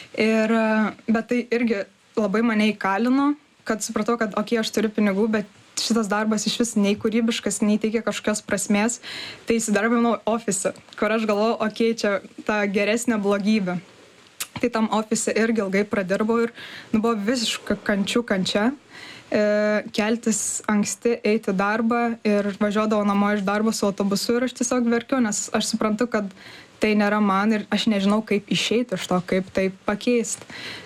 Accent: Kaunas, Kaunas County, Lithuania; now in Vilnius, Lithuania; Tai va taip ir buvo, arba tau patinka Vilnius, arba tau patinka Kaunas, tai aš iš Kauno tiesiog norėjau bėgti į savo svajonių miestą

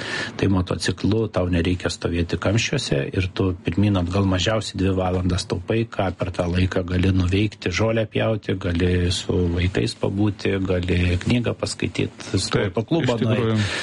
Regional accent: Kaunas, Kaunas County, Lithuania; aš pats kaunietis esu

